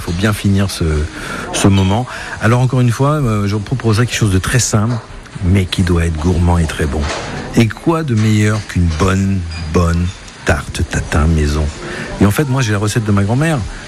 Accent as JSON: {"language": "French", "region": "Brittany", "country": "France", "said": "je viens de Bretagne, donc je cuisine beaucoup au beurre"}